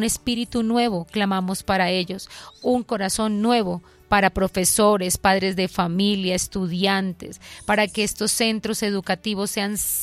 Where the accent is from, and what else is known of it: Colombia